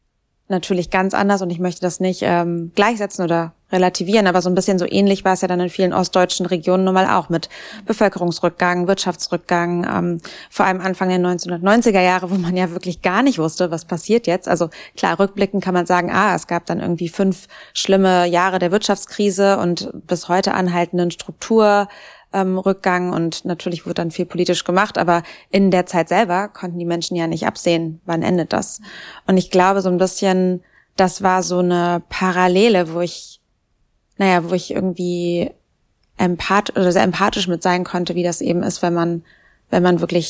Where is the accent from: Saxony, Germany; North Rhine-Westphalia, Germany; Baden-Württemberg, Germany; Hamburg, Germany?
North Rhine-Westphalia, Germany; now in Berlin, Germany; Also, ich komme eigentlich aus Westdeutschland, aus Nordrhein-Westfalen, um genau zu sein, und aus einer mittelgroßen Stadt in der Nähe vom Ruhrgebiet. Es herrscht eher viel Armut dort.